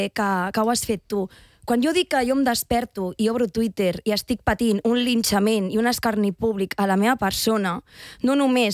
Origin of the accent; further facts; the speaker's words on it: Catalonia, Spain; Catalan is a second language; som els catalans els que tenim moltes lliçons sobre què significa que ens obliguin a parlar una altra llengua